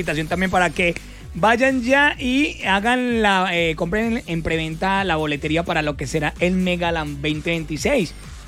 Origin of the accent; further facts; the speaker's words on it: Antioquia, Colombia; como buen paisa voy a decir algo.